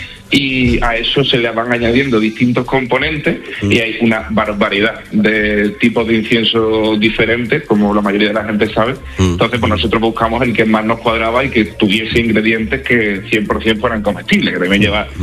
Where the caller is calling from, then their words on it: Seville, Andalusia, Spain; Nosotros lo hicimos aquí en Sevilla.